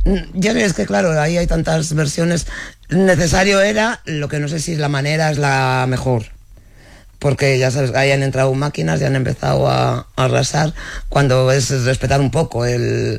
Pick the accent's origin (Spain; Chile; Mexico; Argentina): Spain; Castile and León; mira, no celebramos las batallas perdidas, aunque somos castellanos y celebramos Villalar.